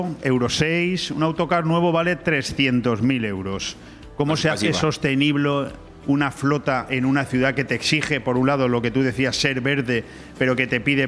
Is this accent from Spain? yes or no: yes; Benidorm, Valencian Community, Spain; yo también soy de Benidorm, pero somos esos de Benidorm a los que durante muchos años hemos tenido que aguantar que nos dijeran que éramos forasters, a pesar de ser nacidos